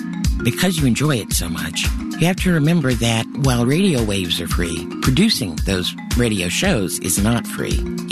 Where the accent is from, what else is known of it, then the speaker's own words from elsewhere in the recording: Madison, Wisconsin, United States; from Madison, Wisconsin.